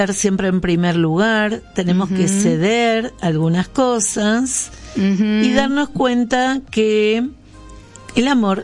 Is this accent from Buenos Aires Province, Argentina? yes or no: yes; La Plata, Buenos Aires Province, Argentina; Buenas noches, bellas brujas. … de La Plata.